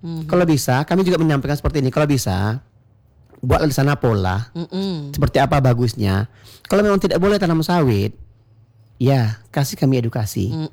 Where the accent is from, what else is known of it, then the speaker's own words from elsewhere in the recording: Kampar, Riau, Indonesia; tanah itu memang tanah kami warga Desa Bulu Cina